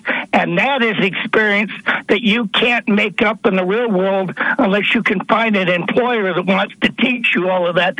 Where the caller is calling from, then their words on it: Wyoming, United States; in Wyoming.